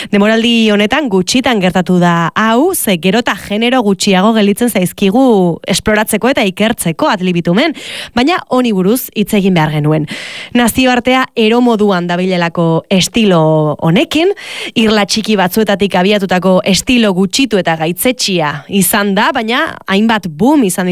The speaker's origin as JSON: {"language": "Basque", "town": "San Sebastián", "region": "Basque Country", "country": "Spain", "said": "Donostikoa naiz eta nere espresioa Pasaidoni banekoa"}